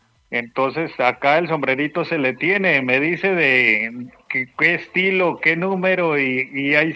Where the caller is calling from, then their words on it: Villanueva, Nariño, Colombia; Aquí reportando sintonía desde el bello corregimiento de Villanueva.